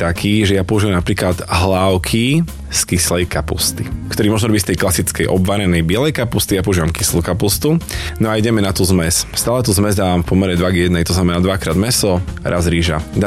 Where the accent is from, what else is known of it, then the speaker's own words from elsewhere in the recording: Holčíkovce, Prešov Region, Slovakia; u nás doma v Holčíkovce sa robia zo sladkej kapusty